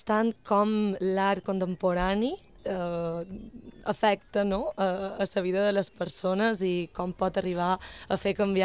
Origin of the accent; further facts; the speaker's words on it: Palma, Balearic Islands, Spain; Jo sóc de Palma, vaig néixer aquí, però és vera que mon pare i ma mare són de la península, de Sevilla i de Múrcia.